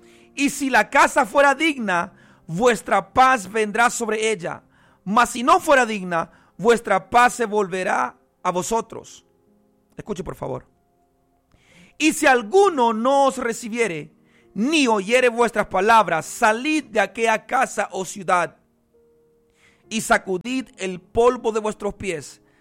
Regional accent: Honduras

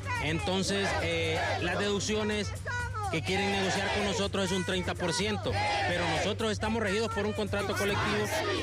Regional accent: Juticalpa, Olancho, Honduras; yo soy de Utical Polancho.

